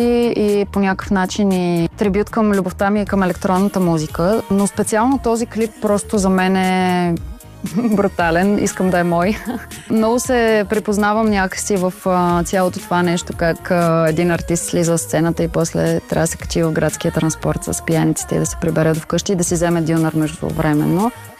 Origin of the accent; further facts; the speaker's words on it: Blagoevgrad, Blagoevgrad Province, Bulgaria; в родния ми град Благоевград